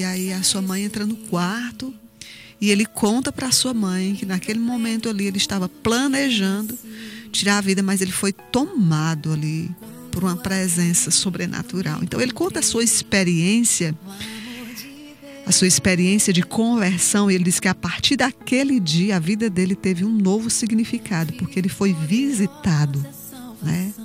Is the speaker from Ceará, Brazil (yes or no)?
yes; Fortaleza, Ceará, Brazil; quando eu me lembro da minha infância, quando nós morávamos em Fortaleza, e ali eu não conhecia Jesus. Era totalmente indiferente até os meus 7 anos de idade.